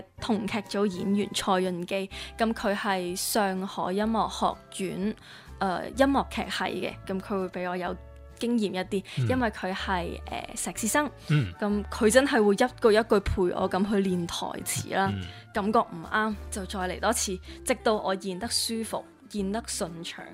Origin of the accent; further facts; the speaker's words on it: Macau; 我同麦思玉一样都是土生土长的澳门人跟住